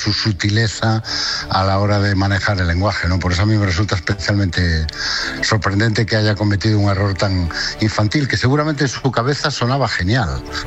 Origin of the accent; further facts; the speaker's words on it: Galicia, Spain; yo soy de la Mariña de Lugo, que es lo más gallego que se puede ser.